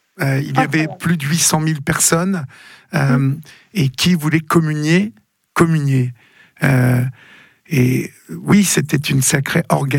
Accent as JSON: {"language": "French", "town": "Paris", "region": "Île-de-France", "country": "France"}